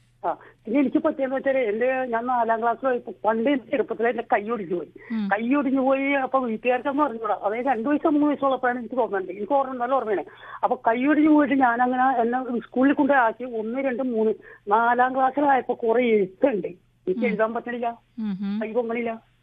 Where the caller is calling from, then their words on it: Edavanakkad, Kerala, India; ഞങ്ങൾക്ക് ഇവിടെ ഒരു കുടുംബ ക്ഷേത്രമുണ്ട്, എടവനക്കാട് ഭദ്രകാളി വിശ്വമായ ക്ഷേത്രം. ആ ക്ഷേത്രത്തിന്റെ അടുത്താണ് ഞാൻ എന്റെ വീട്.